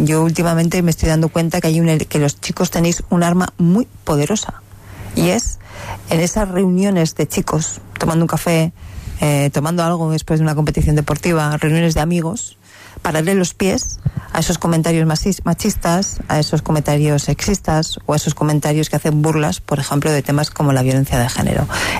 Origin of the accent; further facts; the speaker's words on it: Zaragoza, Aragon, Spain; now in Madrid, Spain; aunque yo ahora vivo en Madrid, soy de Zaragoza, por lo tanto, estoy prácticamente en casa.